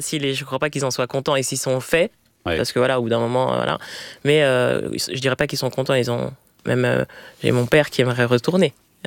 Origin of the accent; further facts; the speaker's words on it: Villiers-le-Bel, Île-de-France, France; Je suis née à Clamart, mais j'ai grandi à Villers-le-Bel.